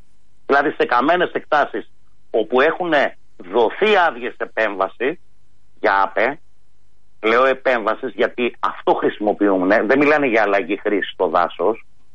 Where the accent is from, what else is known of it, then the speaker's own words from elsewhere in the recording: Central Greece, Greece; στην πατρίδα μου την Εύβοια. Αν περάσετε πάνω από την Εύβοια, κύριε Μπογιόπουλε, είναι σαν σκατζόχυρος, ειδικά στην Νότια Εύβοια